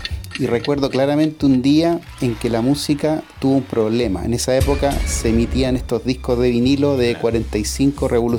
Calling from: Viña del Mar, Valparaíso, Chile; de Gómez Carreño.

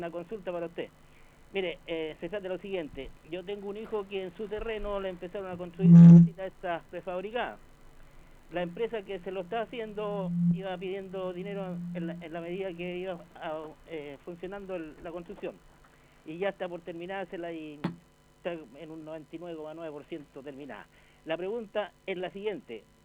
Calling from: Villa Alemana, Valparaíso, Chile; de Villa Alemana.

